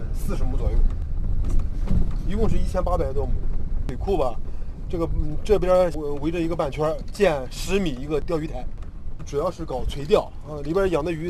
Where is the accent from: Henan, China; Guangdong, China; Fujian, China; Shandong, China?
Shandong, China; Laizhou; 土生土长的前五关村人